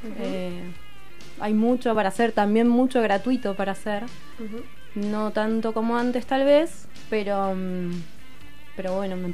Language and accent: Spanish; Santa Cruz, Argentina; now in La Plata, Argentina; también soy un poco forastera, porque no soy de La Plata, soy de muy lejos, soy de Santa Cruz, pero ya llevo más tiempo viviendo acá que y por elección, porque también he tenido posibilidades de volverme, y es como, no, me quedo acá